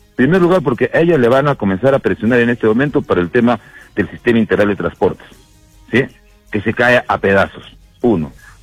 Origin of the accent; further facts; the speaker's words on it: Arequipa, Peru; como buenos arequipeños, con esa raza guerrera, con esa sangre caliente